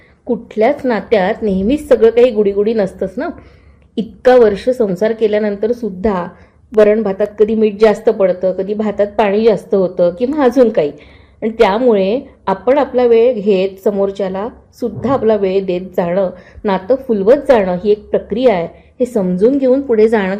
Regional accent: Nagpur, Maharashtra, India; now in Kolhapur, India; त्यात आम्ही आमचं शहर नागपूर सोडून कोल्हापुरात आलो, त्यामुळे आम्हाला सगळंच नवीन.

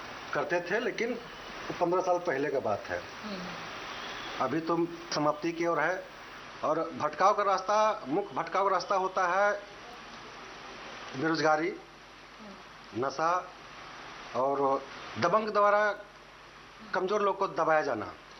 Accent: Latehar district, Jharkhand, India; ग्राम जीपुआ टोला बुचुआटार थाना बालूमाथ जिला लातेहार का निवासी हूँ।

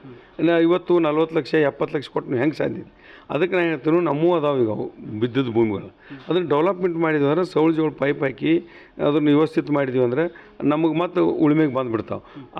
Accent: Karnataka, India; ಅದು ನಮ್ಮದು ಟಕ್ಕಳಿಕೆ ಅಂತೇಳಿ ಒಂದು ಅಲ್ಲಿ ಊರಿದೆ, ಅಲ್ಲಿ ಅದು ನಮ್ಮ ಊರನ್ನು

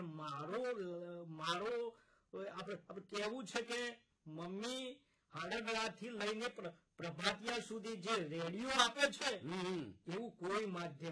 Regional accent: Sonasan, Gujarat, India; ગામ સોનાસણ, તાલુકો પ્રાતિજ, જિલ્લો સાબરકાંઠાથી હું આવ્યો છું.

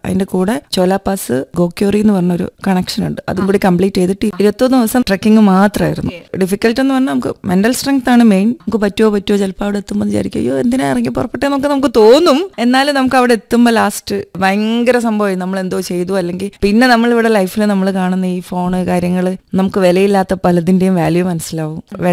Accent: Thamarassery, Kerala, India; moved away as an adult; now in Thiruvananthapuram, India; കോഴിക്കോട് താമരശ്ശേരി കൂടത്തായിലാണ്. ഇപ്പം ട്രിവാൻഡ്രത്ത് ഞാനും ഹസ്ബൻഡും കൂടെ സെറ്റിൽ.

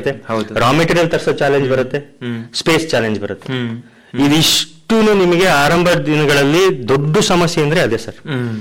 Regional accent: Koppa, Karnataka, India; ಈಗ ನನ್ನ ಊರು ಕೊಪ್ಪ, ನಾನು ಅಲ್ಲೇ ನಾನು ಕೆಲಸ ಮಾಡ್ಬೇಕು.

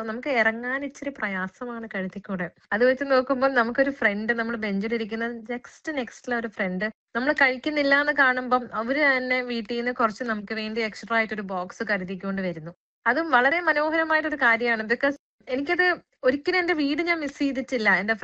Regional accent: Ernakulam, Kerala, India; എറണാകുളം സ്വദേശിയാണ്.

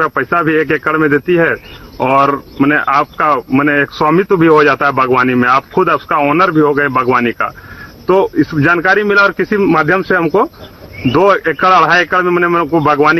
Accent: Bandh, Jharkhand, India; पीरटाड़ प्रखंड ग्राम बांध का ये हमारा गांव है।

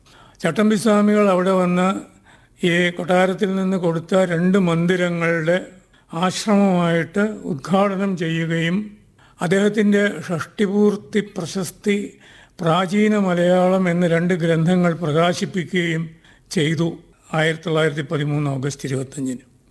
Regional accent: Ezhumattoor, Kerala, India; born or raised there

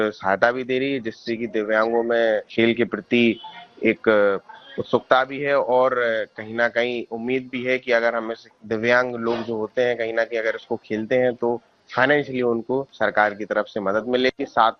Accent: Jhansi, Uttar Pradesh, India; मैं झांसी का रहने वाला हूँ

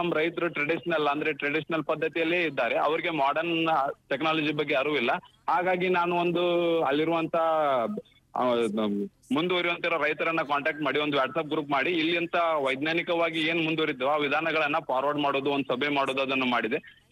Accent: Hukkeri, Karnataka, India; ನಮ್ಮ ಊರಿನ ಸೈಡ್, ನಮ್ದು ಬೆಳಗಾವಿ ಜಿಲ್ಲಾ ಹುಕ್ಕೇರಿ ತಾಲೂಕು

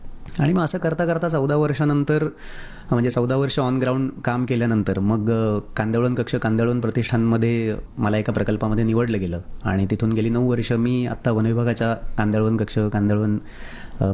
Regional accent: Mumbai, Maharashtra, India; born there; now in Velas, India; आणि मी जन्मलोय मुंबईमध्ये, वेळास माझं गाव आहे, मी मुंबई सोडून 2000 साली वेळासला स्थायिक झालो.

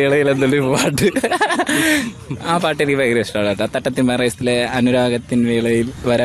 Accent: Neyyattinkara, Kerala, India; Nadu Neyyattinkara.

